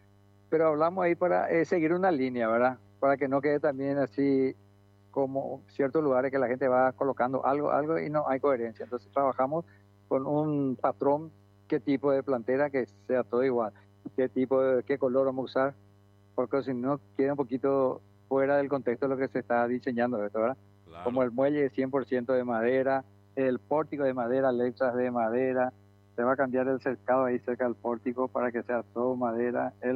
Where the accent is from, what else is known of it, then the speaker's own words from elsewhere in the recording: Paraguay; como paraguayo a veces nos cuesta respetar las leyes y el sentido de convivencia